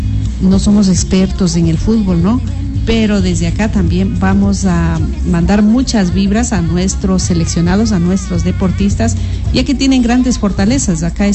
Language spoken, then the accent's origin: Spanish; Ecuador; nosotros como ecuatorianos